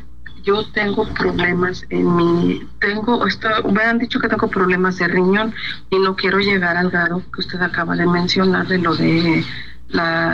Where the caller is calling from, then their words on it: Cuernavaca, Morelos, Mexico; yo vivo en Cuernavaca.